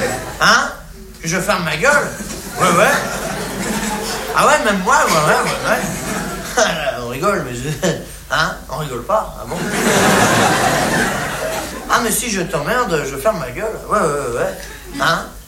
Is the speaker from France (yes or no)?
yes; France; je suis bien placé, hein, je suis français.